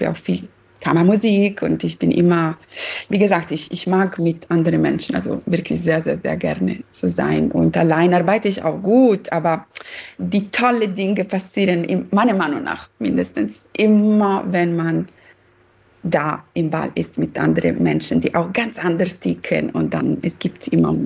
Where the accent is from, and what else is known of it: Southern Italy, Italy; German is a second language; now in Germany